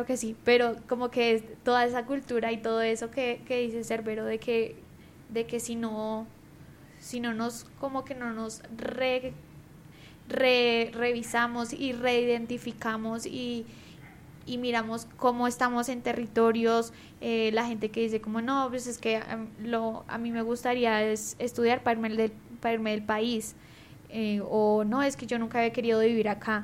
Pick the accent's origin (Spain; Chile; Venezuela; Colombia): Colombia